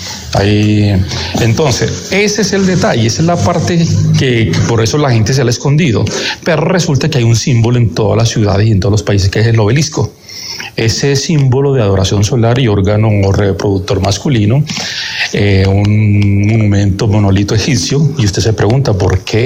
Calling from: Chía, Cundinamarca, Colombia; Desde Chía, Cundinamarca, la ciudad de la luna.

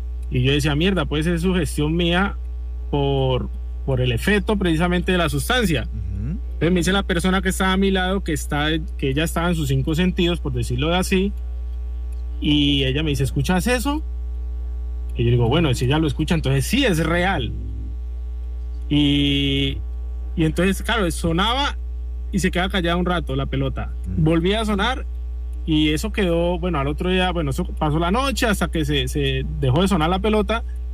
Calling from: Cali, Valle del Cauca, Colombia

